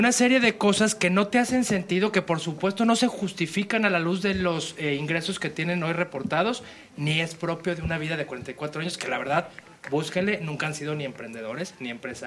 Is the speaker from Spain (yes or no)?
no; Mexico; los que estamos pagando 3 o 4 veces las obras somos los mexicanos